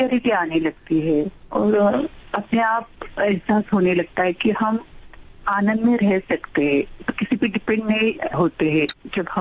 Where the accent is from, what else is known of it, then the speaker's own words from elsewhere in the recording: Rajgurunagar, Maharashtra, India; मैं पुणे से हूँ, राजगुरु नगर।